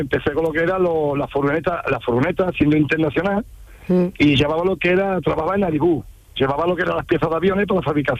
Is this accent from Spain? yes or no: yes; Coria del Río, Andalusia, Spain; viene porque, mira, yo ahí en mi pueblo, en Coria, ¿no? Pues la típica palabra es … donde me fui a vivir a Cazarice, a la Sierra Sur de Sevilla.